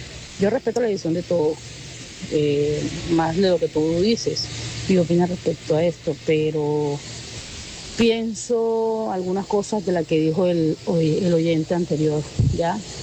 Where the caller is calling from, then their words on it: Canada; Buenas noches, Tropicana. … de Canadá.